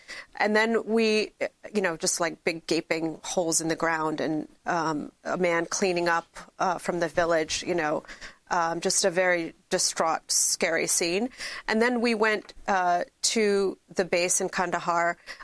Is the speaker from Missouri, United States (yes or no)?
no; New York, United States; As a New Yorker, the shock and the horror and all of that, and the thoughts about what would happen to us, knowing that it probably was Osama bin Laden.